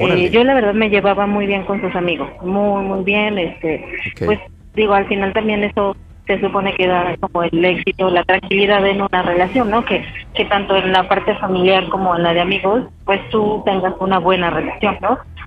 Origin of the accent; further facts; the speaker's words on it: Mexico City, Mexico; 38 años y de la alcaldía Benito Juárez.